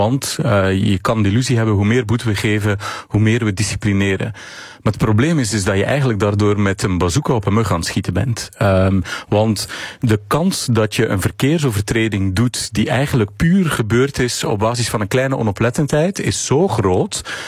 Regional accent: Flanders, Belgium; Ja, ik ben Vlaming van dienst.

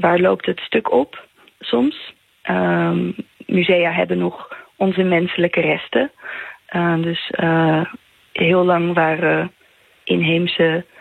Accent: Bolivia; En ja, ik ben dan zelf uit Bolivia. En in Bolivia hadden wij de Cerro Rico, de berg met al het zilver.

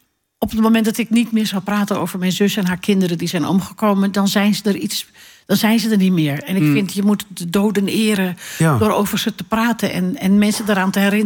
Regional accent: Alkmaar, North Holland, Netherlands; also born or lived in Schagen; En eigenlijk hebben we dat gelinkt aan de jaren 70, waar mijn jeugd ligt in Alkmaar en in Schagen.

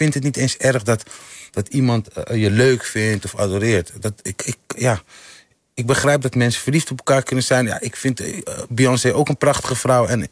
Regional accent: Amsterdam, North Holland, Netherlands; Ik ben in Amsterdam-West opgegroeid.

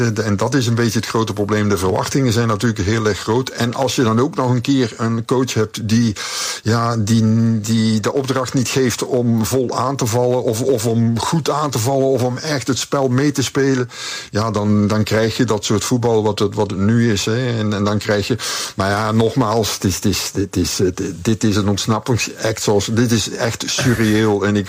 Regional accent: Belgium; En blijkbaar zijn wij Belgen daar goed in.

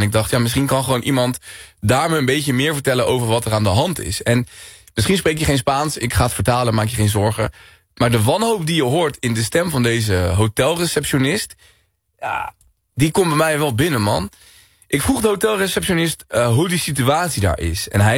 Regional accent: Colombia; moved away; Ik kom uit Colombia.

